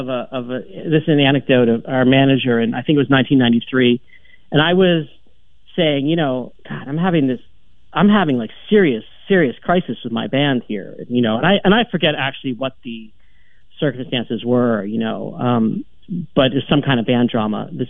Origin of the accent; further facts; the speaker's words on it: United States; The other factor was we were American